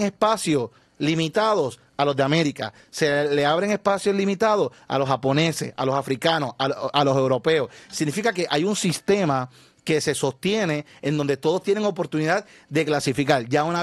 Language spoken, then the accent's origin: Spanish; Levittown, Toa Baja, Puerto Rico; also born or lived in Bayamón, Puerto Rico; yo nací en Bayamón, me crié toda mi vida en Levittown